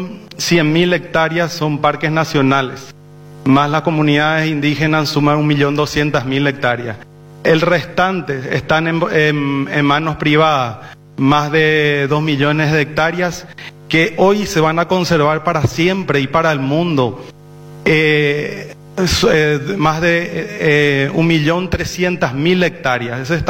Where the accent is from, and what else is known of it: Paraguay